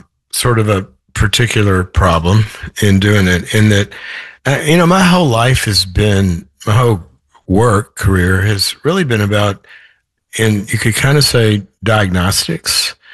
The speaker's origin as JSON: {"language": "English", "region": "the South", "country": "United States", "also_born_or_lived": "Los Angeles", "said": "You know, I'm from the South, so I lived in L.A. forever, and coming back here is sort of like coming home in a way."}